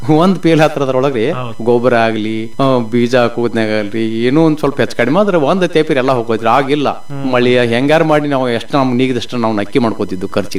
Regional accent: Karnataka, India; now in father's village; ನಮ್ಮ ಊರ ತಪ್ಸಿಕೆ ಮುಣಕುಲ್ರಿ, ಗೋಕಾಕ್ ತಾಲೂಕ ಹಳ್ರಿ ಅರವಾ ವಿಭಾಗ. ನಮ್ಮ ತಾಯಿ ಊರ ಪಟ್ಟುಕುಂದ್ರಿ. ನಾವು ವಿದ್ಯಾ ಕಲಿತದ್ದು ನಮ್ಮ ತಾಯಿ ಊರಾಗ, ಈಗ ನಾವು ಇರುದು ನಮ್ಮ ತಂದೆ ಊರಾಗ.

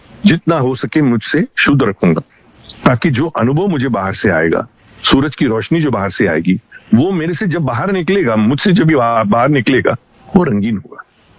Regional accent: South India, India; मैं साउथ से हूं

